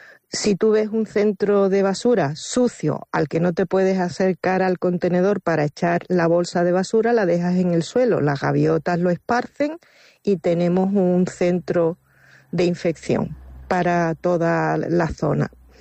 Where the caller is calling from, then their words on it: Algeciras, Andalusia, Spain; soy una vecina de Algeciras